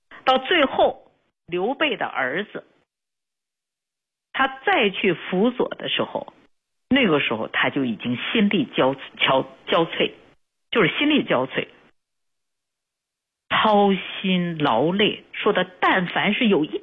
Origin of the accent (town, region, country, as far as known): China